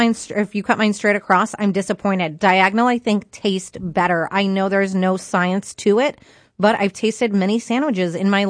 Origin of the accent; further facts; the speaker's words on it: Illinois, United States; I am from Illinois